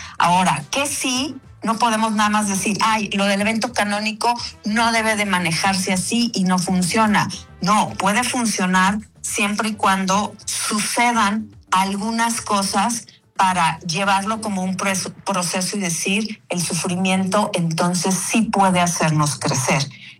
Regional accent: Mexico; sigamos asociando como cultura, como mexicanos

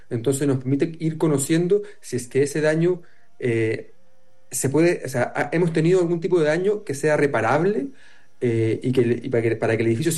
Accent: Chile; yo soy chileno y en Chile lo hemos sufrido

